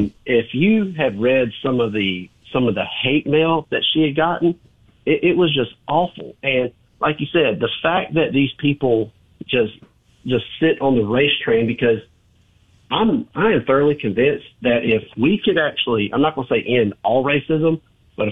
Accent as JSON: {"language": "English", "region": "Mississippi", "country": "United States", "tie": "born or raised there", "said": "I'm from the Mississippi Gulf Coast"}